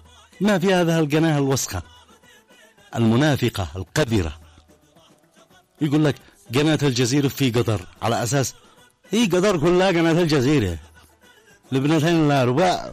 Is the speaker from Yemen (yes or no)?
yes; Yemen